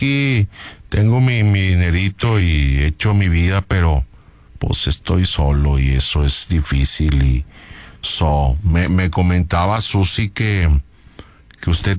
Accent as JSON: {"language": "Spanish", "region": "San Luis Potosí", "country": "Mexico", "moved": "as an adult", "lives_now": "United States", "said": "Ya desde hace... más 35 años, ¿verdad? Que vine acá para el jale. Yo soy San Luis Potosí."}